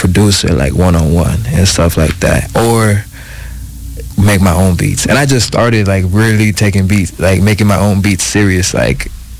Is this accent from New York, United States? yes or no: no; Minnesota, United States; because I come from Minnesota. I come from the cold, you know. Like we got to hustle in the cold.